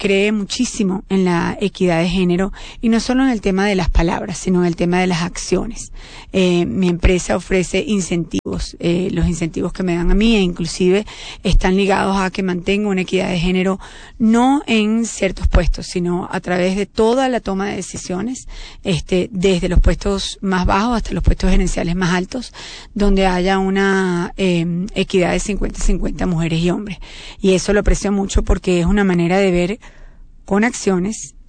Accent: Caracas, Capital District, Venezuela; born there; moved away as an adult; also born or lived in Mexico; soy venezolana mexicana. Nací en México de padre mexicano y madre venezolana. Viví mucho de mi adolescencia y mi temprana adultez en Venezuela. Me considero muy venezolana

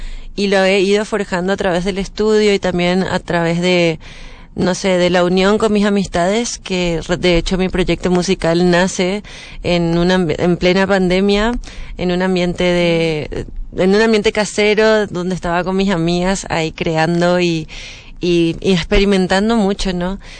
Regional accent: Paraguay; Yo creo que en la capital, en Asunción, estamos más influenciados por lo que pasa en Argentina

